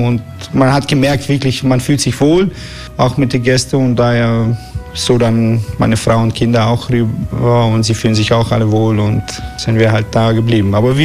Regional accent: Germany; also born or lived in North Macedonia / South Tyrol, Italy; now in Sölden, Austria; Ich bin geboren in Mazedonien, in der Nähe von Skopje, bin dann aber als klein aufgewachsen in Deutschland, meine ganze Schule, und dann 16 Jahre war ich in Südtirol und Meran in viele verschiedene Häuser

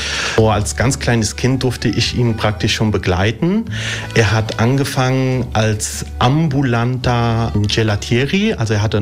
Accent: Rhineland-Palatinate, Germany; aber ich bin im Westerwald aufgewachsen. Deswegen habe ich keinen allgäuischen Dialekt oder Slang.

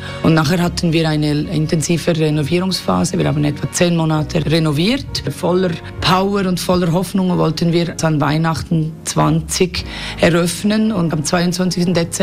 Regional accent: Bern, Switzerland; Ich komme aus Bern, aus der Hauptstadt.

